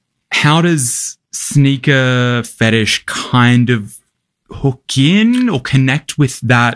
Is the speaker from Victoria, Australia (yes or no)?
no; Brisbane, Queensland, Australia; Well, you're talking about the Gold Coast, and like I grew up in Brisbane, right?